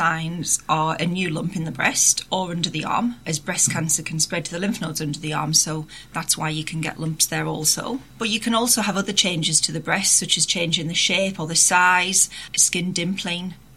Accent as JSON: {"language": "English", "town": "Sunderland", "region": "North East England", "country": "United Kingdom", "said": "I'm from Sunderland and decided from quite an early age that I'd like to go into medicine."}